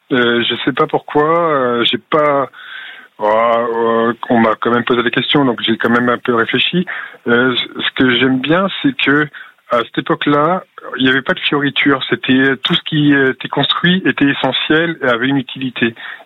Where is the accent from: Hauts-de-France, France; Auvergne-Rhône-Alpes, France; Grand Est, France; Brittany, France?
Brittany, France; Plouezec; Moi, je suis originaire de Plouezec. J'ai virevolté de gauche et de droite pendant quelques années, puis je suis revenu ici auprès de mes parents